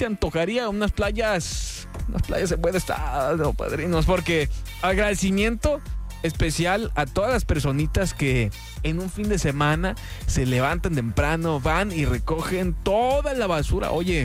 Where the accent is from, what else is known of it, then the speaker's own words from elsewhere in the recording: Culiacán, Sinaloa, Mexico; A mí me recuerda el olor del mar o de un río a mi infancia, porque yo vivía en Culiacán. Cuando estaba pequeña salíamos de la primaria y nos íbamos derechito al río porque hacía muchísimo calor.